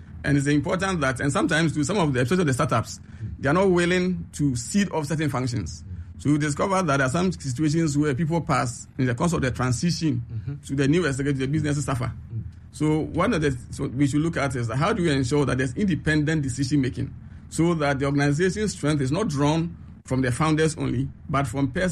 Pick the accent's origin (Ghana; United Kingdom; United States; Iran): Ghana; I have all the respect for Ghanaians, I'm a Ghanaian myself and all